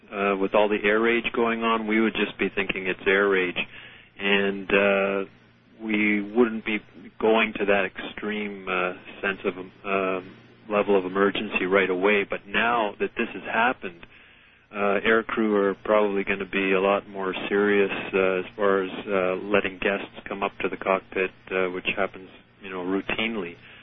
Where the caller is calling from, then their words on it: Temagami, Ontario, Canada; I'm calling from Temagami, Ontario, Canada.